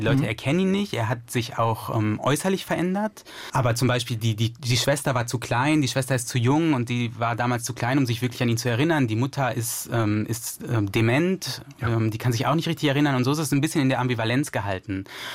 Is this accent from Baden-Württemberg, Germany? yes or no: no; North Rhine-Westphalia, Germany; Ich bin aufgewachsen in einer kleinen Stadt in NRW in den 90er Jahren und während großer Teile meiner Kindheit und Jugend hatte ich das Gefühl, ich konnte nicht ich selbst sein in diesem kleinen Ort.